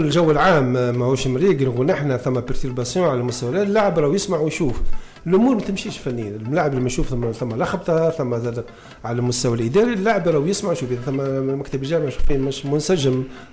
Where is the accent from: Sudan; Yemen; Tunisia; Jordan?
Tunisia; احنا كشعب تونسي